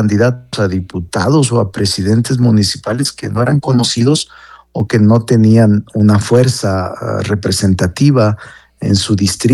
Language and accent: Spanish; Zacatecas, Mexico; O incluso Zacatecas, mi tierra, hombre, no yendo tan lejos, Carlos, que soy muy sincero y muy franco